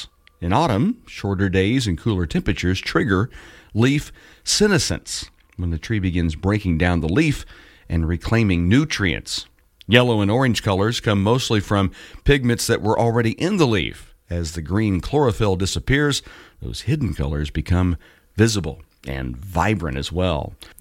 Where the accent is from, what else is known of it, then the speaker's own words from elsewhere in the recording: Missouri, United States; I grew up in Missouri, and forests and trees that covered up those old gravel roads would become gorgeous this time of year.